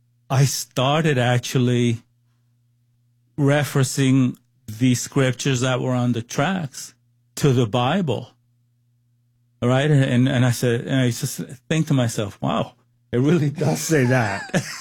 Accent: Cuba; Well, I was born in Cuba.

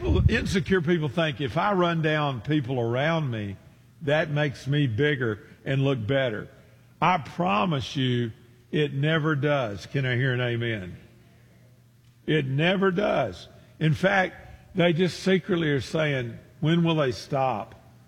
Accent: Memphis, Tennessee, United States; Of course, I'm from Memphis, and Oxford's less than 100 miles from us

